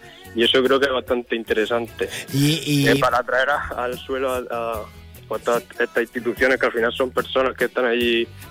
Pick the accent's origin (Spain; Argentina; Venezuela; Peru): Spain; Garrucha, Andalusia; Yo soy de Garrucha.